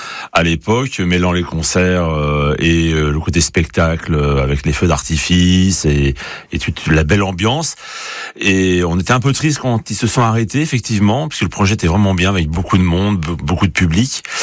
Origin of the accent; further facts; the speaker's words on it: France; chez nous en France